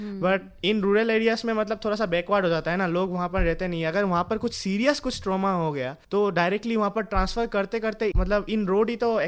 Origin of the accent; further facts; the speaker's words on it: Maibang, Assam, India; मेरे इलाके में, मैं जैसे कि मायबंग से बिलोंग करता हूँ, तो वहाँ पर मतलब एक स्टेबलाइज डॉक्टर नहीं है